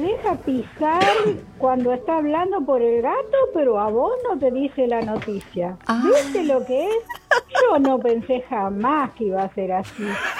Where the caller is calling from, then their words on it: Morón, Buenos Aires Province, Argentina; de Morón.